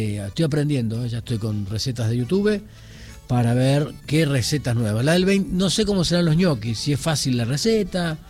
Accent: Argentina

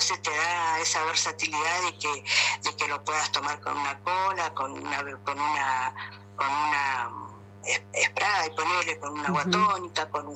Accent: Zapala, Neuquén, Argentina; soy la única de acá, soy la única de Zapala

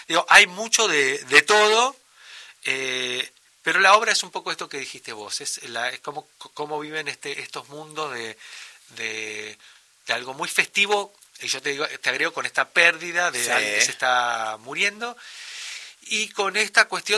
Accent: San Juan, Argentina; yo que soy sanjuanino, no lo noto tan alejado de cuando uno se va y vuelve

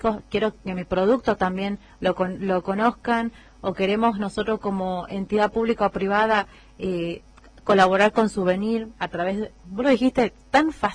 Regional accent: Jujuy, Argentina; llevar a otros lados no solamente gastronomía, sino nuestra historia. Nuestra historia como jujeños, como argentinos. Esto que ancestralmente también uno va mamando de chiquito en la gastronomía

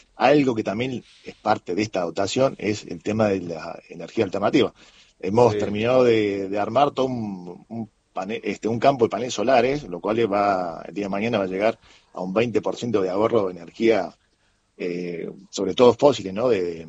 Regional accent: Argentina; somos argentinos y cada uno con su cábala

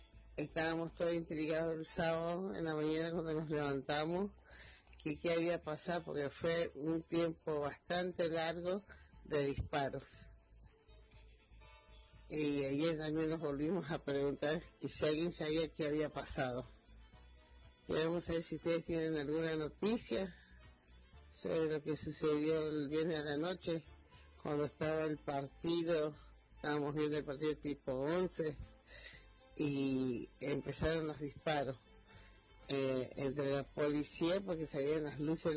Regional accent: Quiroga, Buenos Aires, Argentina; Un saludo para todo mi pueblo Quiroga en general

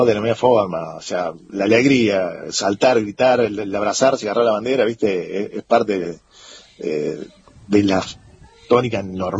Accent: Argentina; moved away as an adult; now in Antarctica; somos argentinos

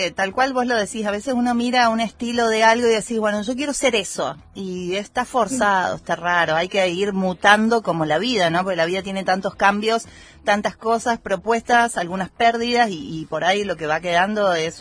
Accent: San Luis, Argentina; somos de acá de San Luis

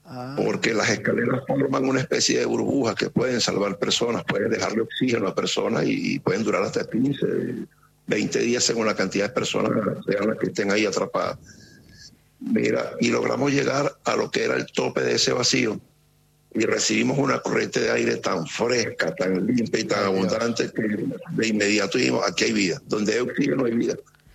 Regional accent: Caracas, Capital District, Venezuela; yo no soy del estado de La Guaira, soy de la ciudad capital de Caracas

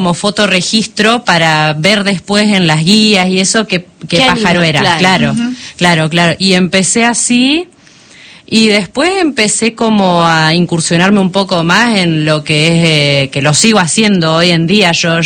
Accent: Pellegrini, Argentina; born or raised there

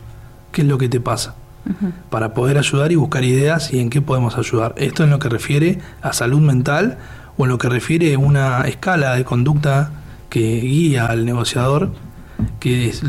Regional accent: Argentina; porque somos argentinos, digo yo

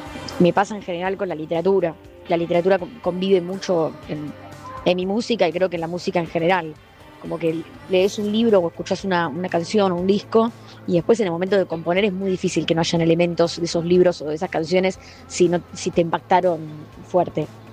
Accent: Córdoba, Argentina; yo pasé la mitad de mi infancia en Córdoba y tengo ahí como un apego.

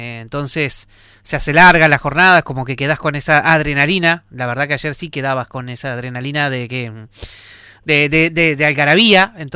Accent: Argentina; como ciudadanos argentinos, estamos en una final

